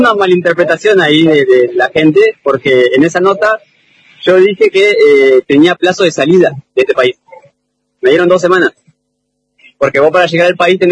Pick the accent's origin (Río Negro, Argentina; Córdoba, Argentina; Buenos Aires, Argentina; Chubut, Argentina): Chubut, Argentina; Trelew; yo soy de Las Mil, de Trelew.